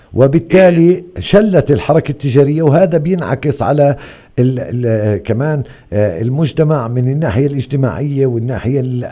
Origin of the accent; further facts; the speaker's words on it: Hebron, West Bank, Palestine; زي ما بنحكيها بالخليل